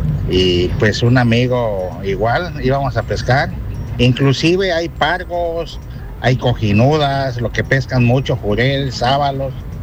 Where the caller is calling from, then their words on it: Chetumal, Quintana Roo, Mexico